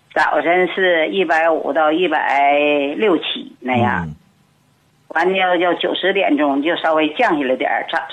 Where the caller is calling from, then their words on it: Shenyang, Liaoning, China; 我是沈阳的皇姑区的。